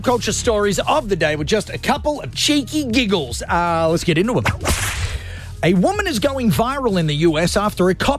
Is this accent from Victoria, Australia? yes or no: no; Gold Coast, Queensland, Australia; I'm from the Gold Coast, so I can say that joke.